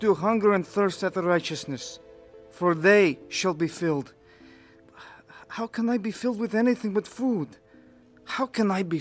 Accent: Russia; In Russia, we were taught that God does not exist.

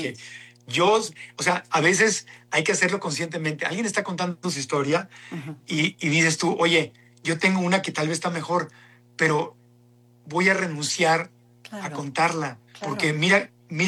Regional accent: Acapulco, Guerrero, Mexico; born or raised there

